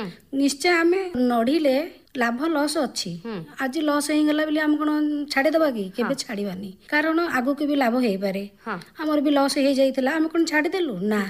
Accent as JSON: {"language": "Odia", "town": "Dalbanpur", "region": "Odisha", "country": "India", "said": "ମୁଁ ଦଳବାଣପୁରରୁ ଆସିଛି।"}